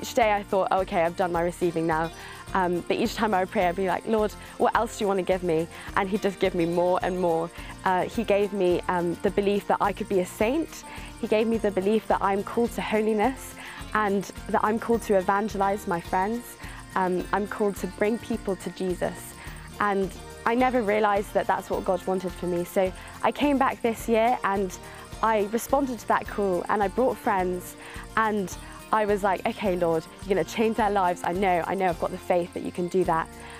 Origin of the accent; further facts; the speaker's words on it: Yorkshire and the Humber, United Kingdom; I come from England in North Yorkshire, and I'm 17.